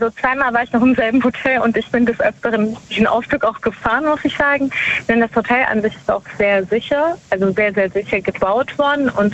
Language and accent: German; Baden-Württemberg, Germany; Ich komme aus der Nähe von Stuttgart.